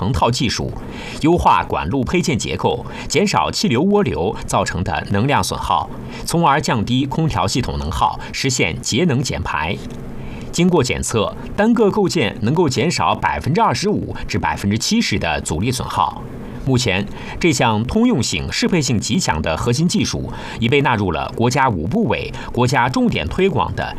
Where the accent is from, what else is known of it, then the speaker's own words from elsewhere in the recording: Uzbekistan; 我计划把这个品种引到乌兹别克斯坦，相信凭借它的优良特性，在我们当地也会有广阔的市场，能够得到本国消费者。